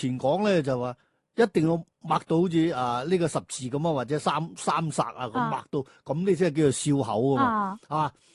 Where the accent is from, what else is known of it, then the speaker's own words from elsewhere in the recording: Guangdong, China; 其实肠粉咧就系我哋广东人咧比较喜欢食嘅一个早点嚟嘅